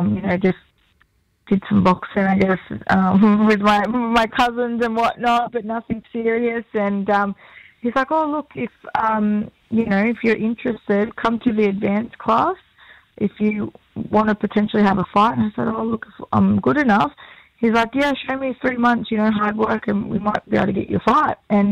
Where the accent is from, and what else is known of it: Peak Hill, New South Wales, Australia